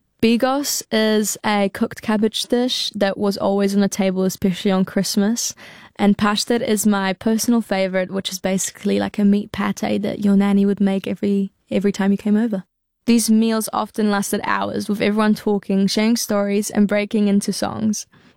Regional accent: Sosnowiec, Silesian Voivodeship, Poland; also born or lived in Katowice; I was born in Katowice, a city known for its industrial roots and vibrant cultural scene, before moving to Sosnowiec, where my childhood memories unfolded.

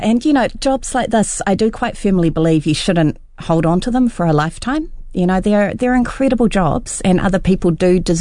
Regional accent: New Zealand; who I am as a New Zealander

